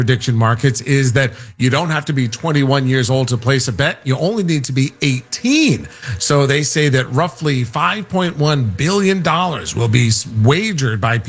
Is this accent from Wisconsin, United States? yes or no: no; Rhode Island, United States; as a Rhode Island native, a New England native